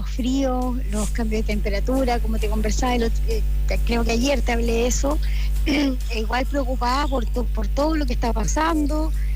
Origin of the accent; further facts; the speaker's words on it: Calama, Antofagasta, Chile; born there; moved away as an adult; now in Angol, Chile; yo soy de Calama. Llegué hace 8 años aquí a Angol, soy angolina, pero me fui muy chiquitita de acá